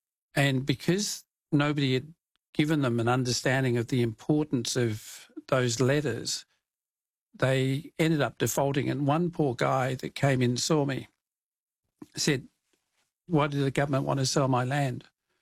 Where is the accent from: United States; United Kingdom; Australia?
Australia; Wiluna, Western Australia; also born or lived in Rowlands Mission / Nanneen; Actually, I was born in Rowlands Mission and, of course, spent several weeks in Bunbury Regional Hospital because I was 6 weeks prem. But then we moved from there to Wiluna and ultimately to a place called Nanneen, which was about 50 k's west of Meekatharra.